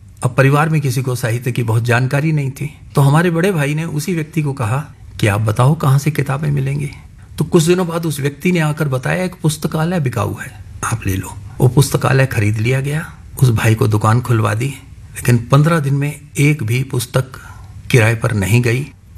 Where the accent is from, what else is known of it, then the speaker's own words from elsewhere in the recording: Haryana, India; born there; Hindi is a second language; मेरा जन्म अविभाजित पंजाब, आज वो क्षेत्र हरियाणा में है, करनाल के एक छोटे से गाँव में हुआ।